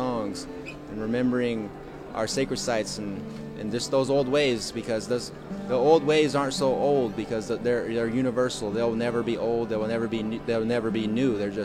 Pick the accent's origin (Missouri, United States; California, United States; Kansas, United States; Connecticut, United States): California, United States; I'm from the Winnemem-Wenzhou tribe in Northern California, and we are speaking on behalf of Mount Shasta and the McLeod River.